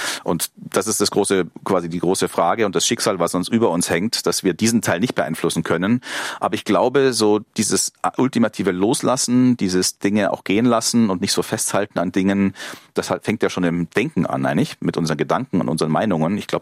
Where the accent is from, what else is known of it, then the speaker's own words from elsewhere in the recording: Munich, Bavaria, Germany; In München, ich komme aus München